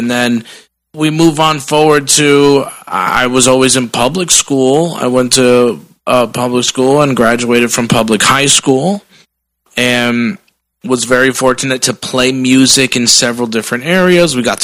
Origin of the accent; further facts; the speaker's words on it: Paterson, New Jersey, United States; I grew up in New Jersey, in Paterson, New Jersey. It was a really decent-sized city, full of a lot of culture.